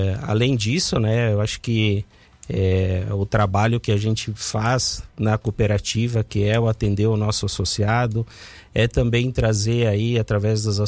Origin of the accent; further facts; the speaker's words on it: Aratiba, Rio Grande do Sul, Brazil; born there; also born or lived in Santa Catarina; now in Erechim, Brazil; Eu sou gaúcho. Eu sou nascido aí em Aratiba, no Rio Grande do Sul.